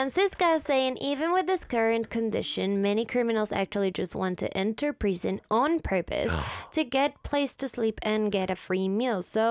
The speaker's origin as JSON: {"language": "English", "country": "Spain", "said": "First off, I am from Spain."}